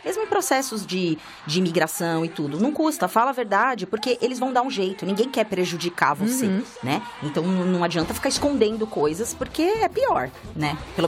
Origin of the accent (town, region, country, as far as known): Brazil; now in Canada